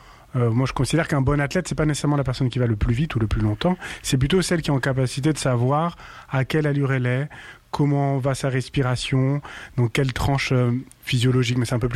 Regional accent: France; also born or lived in Ethiopia; je suis né en 1990, je suis né en Éthiopie, mais j'ai grandi en France depuis l'âge de mes 2 ans

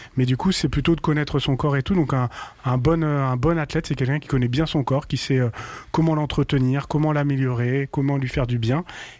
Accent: France; also born or lived in Ethiopia / La Chapelle-sur-Erdre, Loire-Atlantique; Ok, j'ai 36 ans. Donc, je suis né en 1990. Je suis né en Éthiopie, mais j'ai grandi en France depuis l'âge de mes 2 ans.

